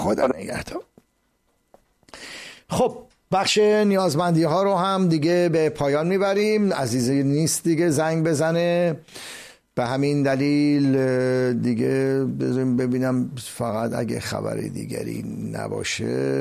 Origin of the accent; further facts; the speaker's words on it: Iran; چون ما ایرانی هستیم